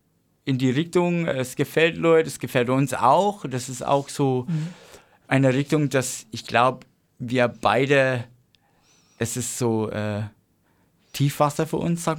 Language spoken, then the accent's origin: German; Australia; German is a second language; Und ja, ich bin Australier und so australische Hip-Hop gefällt mir auch.